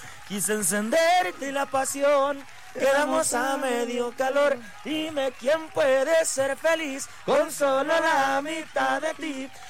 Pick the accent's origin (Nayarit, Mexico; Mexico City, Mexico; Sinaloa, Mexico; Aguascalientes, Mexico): Sinaloa, Mexico; Mezquite Alto; now in Los Mochis, Mexico; Yo soy de un pueblo que se llama Mezquite Alto, ahí perteneciente a Sinaloa, Leiva.